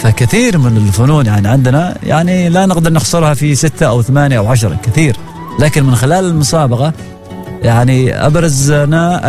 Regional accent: Oman; هذه المعلومة ما كنا نحن نعرفها نحن في أبناء البلد

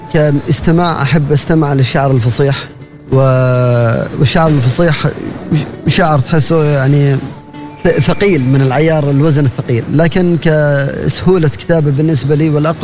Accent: Dhofar, Oman; accent: Dhofari; فكوني مثلا شاعر في ظفار اعتز باللسان الظفاري العربي

